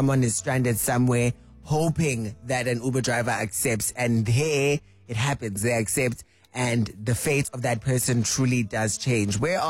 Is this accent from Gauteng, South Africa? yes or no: yes; Gauteng, South Africa; because I am from the East Rand. I know exactly where the East Rand is